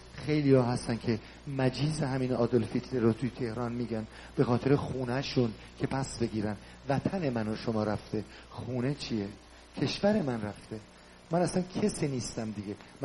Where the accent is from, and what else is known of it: Iran; moved away